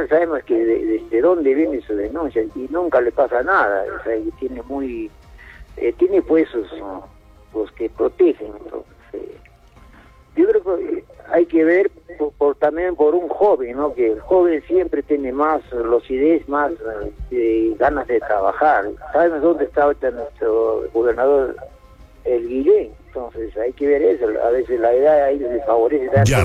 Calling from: Arequipa, Peru

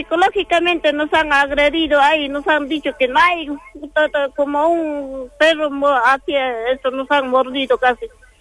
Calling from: Cerro Colorado, Arequipa, Peru; Acá estoy llamando de Cerro Colorado.

